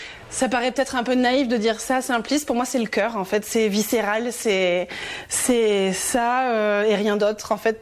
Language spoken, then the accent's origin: French; Pyrenees, France; born there; Déjà, c'est ma région natale. Et je sais que Louise partage aussi ce sentiment. Voilà, c'est notre région natale.